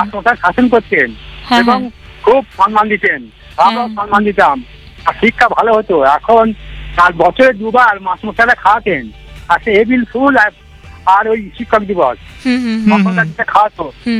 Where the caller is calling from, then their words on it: Berugram, India; বেরুগ্রাম থেকে।